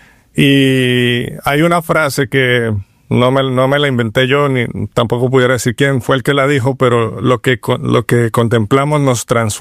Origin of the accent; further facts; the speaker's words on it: Barranquilla, Atlántico, Colombia; born there; moved away as an adult; also born or lived in Guatemala; Yo soy colombiano. Nací en la costa de Colombia, en Barranquilla.